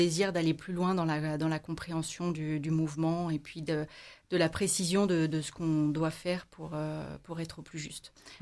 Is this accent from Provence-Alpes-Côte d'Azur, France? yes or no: no; Saint-Étienne, Auvergne-Rhône-Alpes, France; je suis stéphanoise